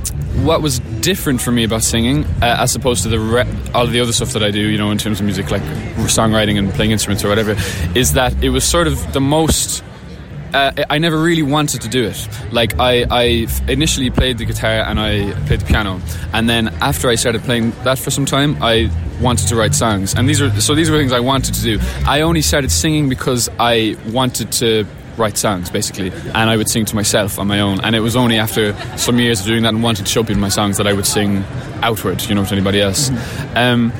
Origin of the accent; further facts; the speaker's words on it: Ireland; moved away as an adult; also born or lived in Manchester; I'm from Ireland, but I moved to Manchester when I was 18 to go to university there.